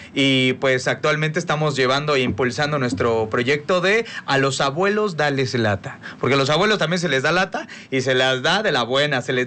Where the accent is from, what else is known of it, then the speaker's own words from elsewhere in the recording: Chiapas, Mexico; now in Puebla, Mexico; Yo soy de Chiapas, entonces crecí rodeado de muchas situaciones que me hacían darme cuenta de cuáles eran las necesidades de la sociedad civil.